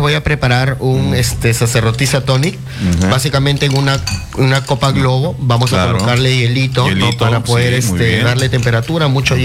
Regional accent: Pacasmayo, La Libertad, Peru; now in Trujillo, Peru; Yo soy de Pacasmayo, pero ya vivo bastante tiempo en Trujillo

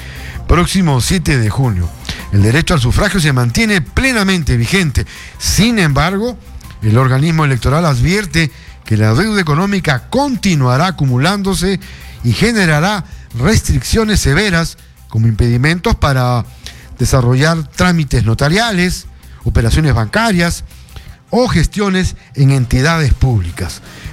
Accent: Peru

